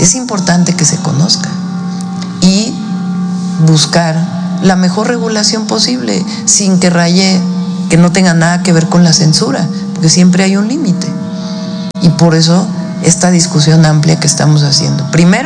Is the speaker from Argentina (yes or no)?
no; Mexico; como mexicanas y mexicanos